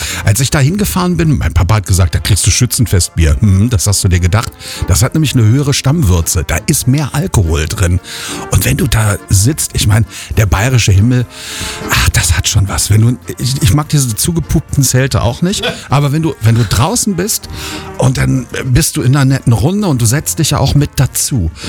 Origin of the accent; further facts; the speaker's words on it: Lower Saxony, Germany; ich bin ja, weiß ich nicht, vor was weiß ich wie vielen Jahren zum ersten Mal als Niedersachse aufs Oktoberfest gegangen